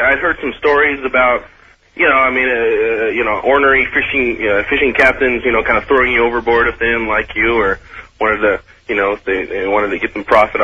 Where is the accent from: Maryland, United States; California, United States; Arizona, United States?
Arizona, United States; Phoenix; now in Tucson, United States; I'm 23 years old, and I believe I've been listening to you for at least 10 years, all right? I grew up in Phoenix